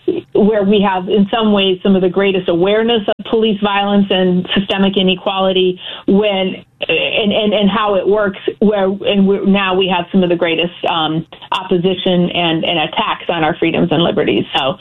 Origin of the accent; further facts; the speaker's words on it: Minneapolis–Saint Paul, Minnesota, United States; You know, the other reality of growing up in the Twin Cities in that time was that, you know, especially in, you know, both St. Paul and Minneapolis have their own culture